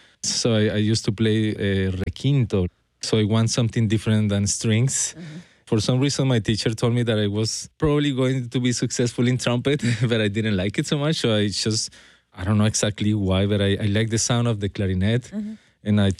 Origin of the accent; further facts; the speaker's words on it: Bogota, Bogotá, Colombia; moved away as an adult; also born or lived in Boston / Austin; now in Atlanta, United States; I'm originally from Bogota, Colombia.